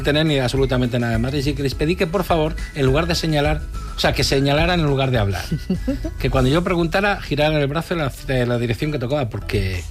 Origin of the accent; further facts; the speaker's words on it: Bilbao, Basque Country, Spain; now in Madrid, Spain; yo saqué el carnet, me vine a Madrid, de Bilbao, que es una fía, o sea, de un pueblo de hecho pequeñito